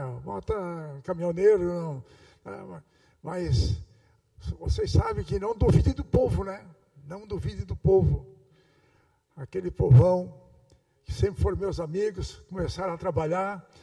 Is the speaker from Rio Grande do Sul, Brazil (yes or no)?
no; Araranguá, Santa Catarina, Brazil; born there; E eu, quando me elegi prefeito de Araranguá, saí do interior. Eu nasci na Sapiranga. Saí do interior.